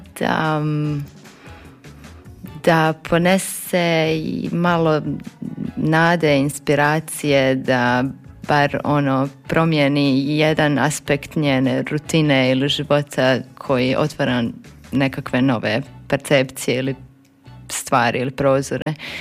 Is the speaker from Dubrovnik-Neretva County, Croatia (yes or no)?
yes; Metković, Dubrovnik-Neretva County, Croatia; u mom rodnom gradu Metkoviću